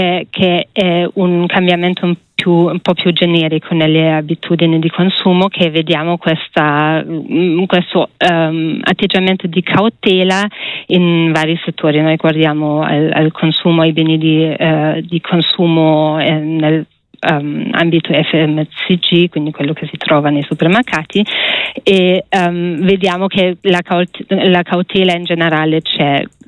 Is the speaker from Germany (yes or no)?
yes; Germany; io sono tedesca